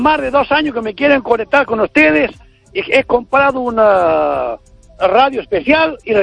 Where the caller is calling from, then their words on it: Amoeiro, Galicia, Spain; De Parada de Amoeiro, Orense.